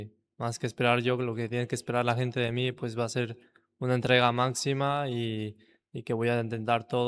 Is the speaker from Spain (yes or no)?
no; Tlaxcala, Mexico; moved away